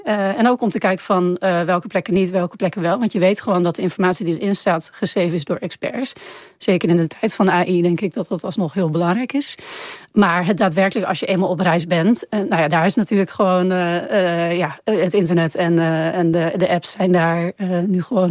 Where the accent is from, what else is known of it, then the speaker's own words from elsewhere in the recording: Groningen, Netherlands; Ik kom zelf uit Groningen, heb ik 30 jaar gewoond. Dus ik doe Noord-Nederland.